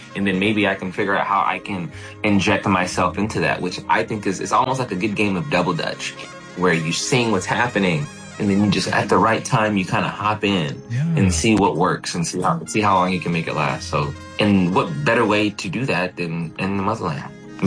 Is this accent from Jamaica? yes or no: yes; Jamaica; You know, as a Jamaican, as a West Indian, even reggae, you know, in reggae tone, you know.